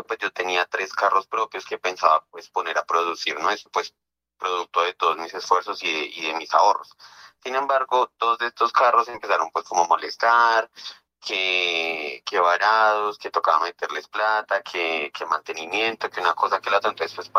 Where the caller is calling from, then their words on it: Bogotá, Colombia; yo le estoy llamando desde el 20 de julio acá en Bogotá. Y pues bueno, profe, yo aquí, yo vivo acá en Bogotá